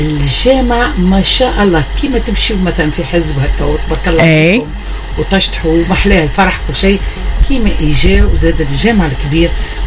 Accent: Mahdia, Mahdia Governorate, Tunisia; moved away; هي اني تولدت غادي في برج الراس مسقط راسي اني ولدت في برج الراس في قلب برج الراس

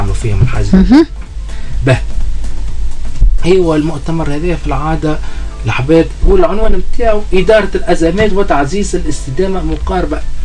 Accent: Tunisia; احنا ولاد منظومة التعليم المجانية تونس قررتنا بلاش

